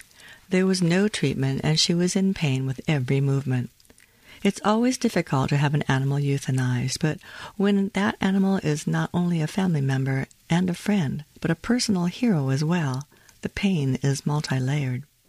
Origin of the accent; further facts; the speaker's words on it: New York City, New York, United States; also born or lived in Oregon; Although I was born in Oregon, my family spent 5 of my formative years in New York City, where my father attended university.